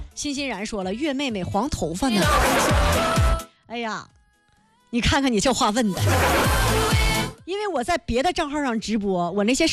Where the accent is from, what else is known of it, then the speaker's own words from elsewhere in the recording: Gaocheng, Hebei, China; 你看我是藁城的，我们藁城，我第一次去吃席，真的我有点亏了。